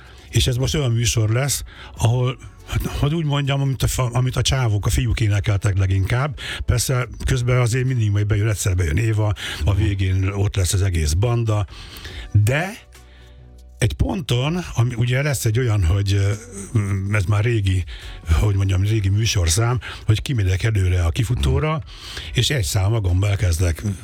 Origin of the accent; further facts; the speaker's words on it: Budapest, Hungary; én a Népstadion mellett nőttem fel a Stefánián.